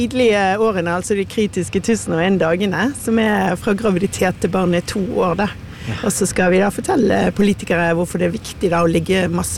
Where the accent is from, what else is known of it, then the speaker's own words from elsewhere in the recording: Fyllingsdal, Vestland, Norway; now in Oslo, Norway; fra Fyllingsdal, så bor på Etterstad i Oslo